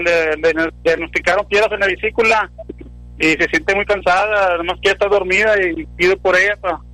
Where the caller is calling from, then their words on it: Nueva Ciudad Guerrero, Tamaulipas, Mexico; De Nueva Ciudad Guerrero, Tamaulipas.